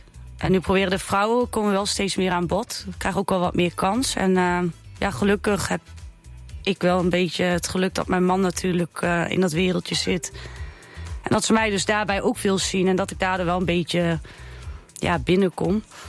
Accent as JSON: {"language": "Dutch", "town": "Raalte", "region": "Overijssel", "country": "Netherlands", "tie": "born or raised there", "also_born_or_lived": "Deventer", "said": "ik ben eigenlijk alleen geboren in Deventer, maar voor de rest heb ik altijd in Raalte gewoond. En ja, ik ben echt een Raaltenaar, echt een Sallandse."}